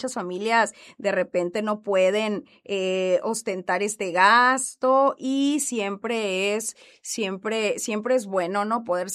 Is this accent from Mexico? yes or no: yes; Mexico